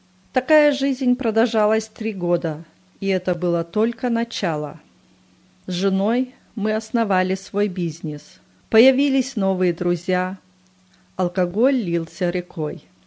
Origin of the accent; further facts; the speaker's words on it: Western Ukraine, Ukraine; Родился я в Западной Украине в семье глухих. Родители были неверующие. Жили мы в общежитии, где в одной комнате проживало две семьи.